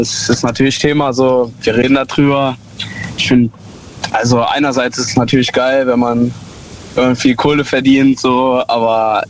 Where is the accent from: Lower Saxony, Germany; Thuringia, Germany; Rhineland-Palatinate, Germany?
Rhineland-Palatinate, Germany; Ich komme von der Nähe aus Trier.